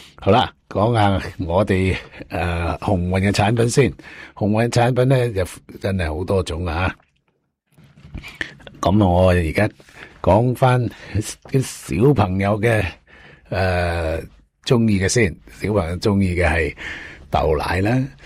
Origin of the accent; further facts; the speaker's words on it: China; 咁所以呢我哋中国人呢就起码做咩都系一路一路去进步嘅